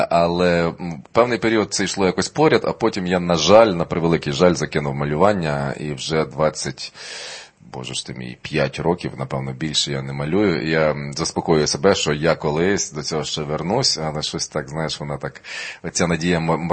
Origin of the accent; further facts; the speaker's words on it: Skole district, Lviv Oblast, Ukraine; я в Скольому я тільки народився, тому що там був найближчий пологовий будинок, куди оце змогли доїхати. А так, це я з Колівщини, з ліквідованого Сколівського району.